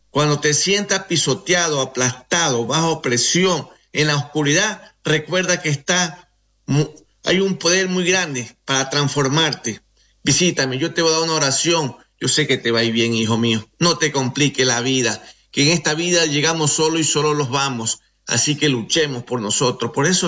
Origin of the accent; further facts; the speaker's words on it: Ecuador; now in Uruguay; Mi casa aquí en la República Oriental del Uruguay. Trabajo con mi nombre como ecuatoriano que soy. Orgulloso de estar en su país, uruguayo.